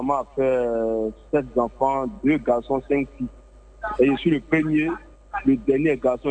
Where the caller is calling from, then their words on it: Kumasi, Ashanti, Ghana; Je vous appelle de Kumasi.